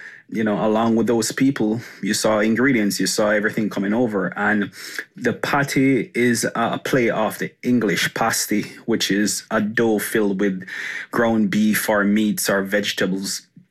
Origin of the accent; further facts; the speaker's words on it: Kingston, Jamaica; we grew up downtown Kingston